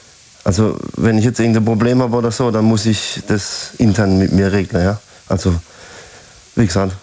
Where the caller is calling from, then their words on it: Karlsruhe, Baden-Württemberg, Germany; Hi, ich bin von Karlsruhe.